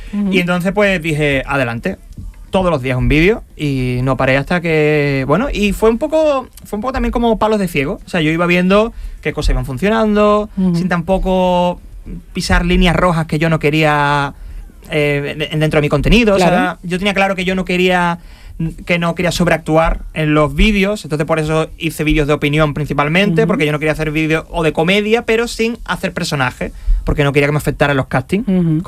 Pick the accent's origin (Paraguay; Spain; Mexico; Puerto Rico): Spain; Andalusia; yo en mis redes digo que soy muy andalucista, y verdad que lo soy, muy andaluz y andalucista